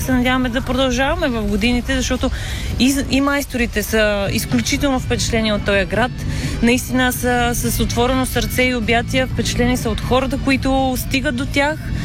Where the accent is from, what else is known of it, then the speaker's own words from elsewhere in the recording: Sandanski, Blagoevgrad Province, Bulgaria; От Сандански съм родом и живея там.